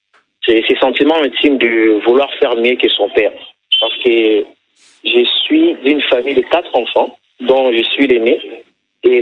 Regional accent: Kisangani, Tshopo, DR Congo; Ensuite, je me présente. … je suis de Kisangani.

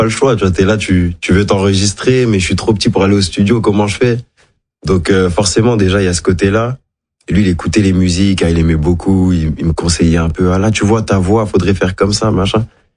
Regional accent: Madagascar; Parce que les gens, ils savent, ils apprennent, ils savent pas tout ce que je suis malgache.

